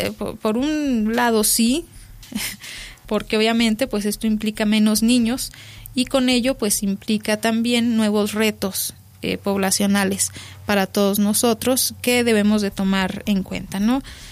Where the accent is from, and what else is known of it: Mexico